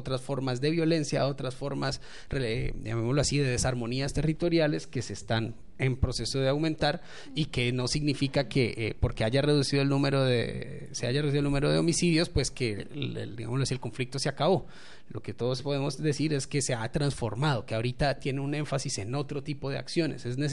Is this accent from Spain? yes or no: no; Colombia